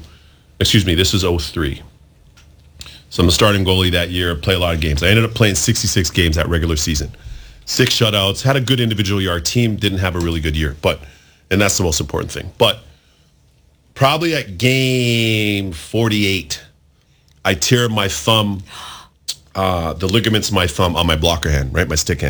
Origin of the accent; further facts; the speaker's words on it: Toronto, Ontario, Canada; growing up in Toronto, it's the biggest minor hockey, youth hockey scene in the world